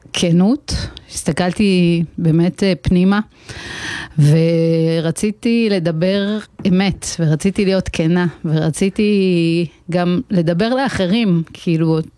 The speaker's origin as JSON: {"language": "Hebrew", "town": "Degania", "region": "Northern District", "country": "Israel", "tie": "born or raised there", "said": "בדגניה, אני אחר כך אגיע להורים שלי כי אני רוצה לפרגן להם היום במיוחד"}